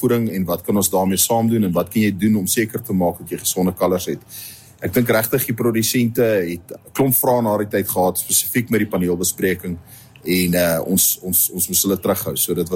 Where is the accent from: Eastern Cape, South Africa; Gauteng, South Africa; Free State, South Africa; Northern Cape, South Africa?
Free State, South Africa; Lindley; Ek kom daar van Lindley distrik af. Ek boer met bees.